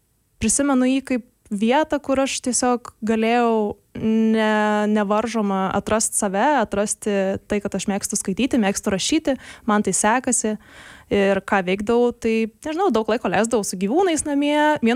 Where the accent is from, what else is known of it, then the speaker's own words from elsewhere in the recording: Alytus County, Lithuania; Tai aš esu kilusi iš Alytaus rajono, netoli Žuvinto biosferos rezervato mes gyvenam. Mano vienkėmis vadinasi Zailiai, labai keistas pavadinimas, dabar man atrodo oficialiai gal kokie tik 3 ar 4 gyventojai likę.